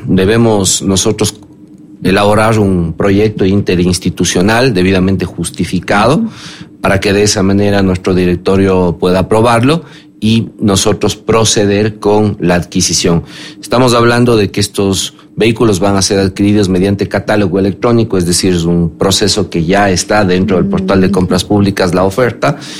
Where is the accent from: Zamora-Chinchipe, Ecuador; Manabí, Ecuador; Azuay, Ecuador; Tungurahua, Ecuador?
Azuay, Ecuador; Cuenca; lo bueno pagadores que somos los cuencanos